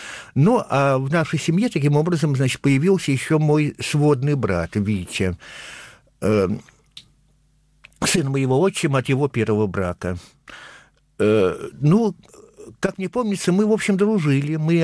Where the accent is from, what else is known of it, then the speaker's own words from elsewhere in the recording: Saint Petersburg, Russia; also born or lived in Tupitsyna, Vologda Oblast; А мама, вскоре похоронив его, вернулась снова сюда, в Ленинград. Так что вот первые полгода моей жизни с этим городом еще не были связаны.